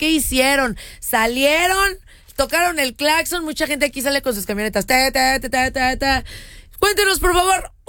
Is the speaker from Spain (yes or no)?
no; Mexico; Yo soy mexicano, esta es mi bandera.